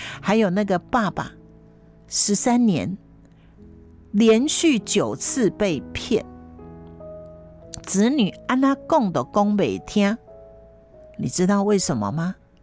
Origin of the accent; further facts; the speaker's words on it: Taiwan; 我们台湾人说挑工就是这样来的。